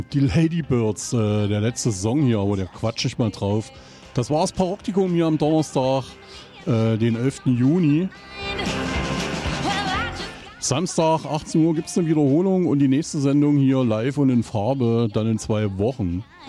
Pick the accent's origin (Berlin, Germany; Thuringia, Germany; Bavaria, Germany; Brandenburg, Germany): Thuringia, Germany; Eisenach; ich komme aus Eisenach.